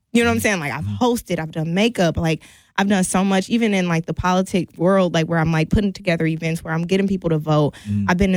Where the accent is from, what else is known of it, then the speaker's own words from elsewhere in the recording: Milwaukee, Wisconsin, United States; moved away as an adult; now in Henderson, United States; Milwaukee wasn't going nowhere. It's been here since I've been born.